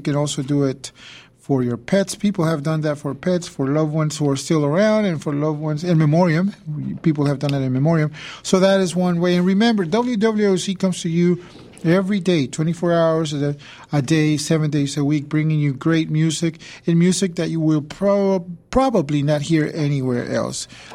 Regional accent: New Orleans, Louisiana, United States; I grew up in Mid-City.

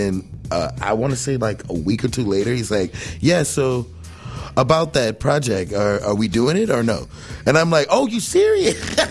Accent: New Orleans, Louisiana, United States; I am grateful, at, especially growing up in New Orleans, I have so many mentors who are just incredible people.

